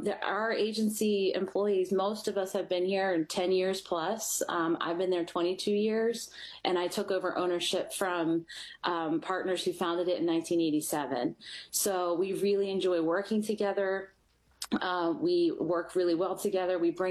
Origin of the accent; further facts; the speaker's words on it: Philadelphia, Pennsylvania, United States; I'm from Northeast Philadelphia. I'm the youngest of three.